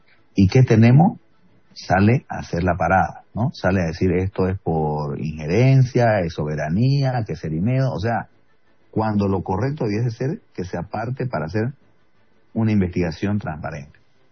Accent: Bolivia

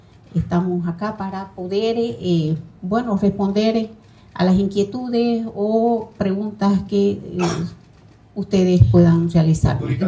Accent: Santa Cruz, Bolivia; mi compromiso con mi pueblo cruceño

